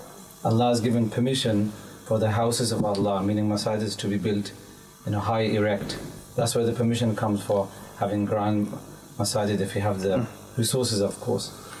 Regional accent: Luton, East of England, United Kingdom; I was brought up in Luton, started our very basics in Masjid Nur.

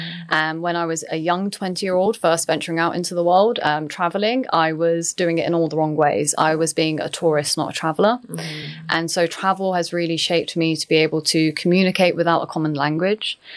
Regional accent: United Kingdom; as a British Pakistani.

